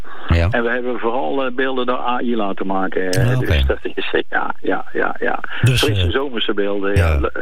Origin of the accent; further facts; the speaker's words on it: Oss, North Brabant, Netherlands; Ik kom uit Os.